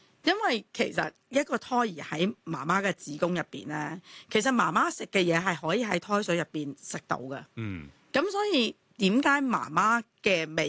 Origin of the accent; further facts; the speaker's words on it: Guangdong, China; 即係我哋廣東人最多就話燉湯啊。